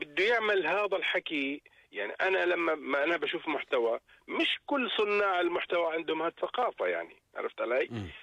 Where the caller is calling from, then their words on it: Jordan; إحنا كمجتمع أردني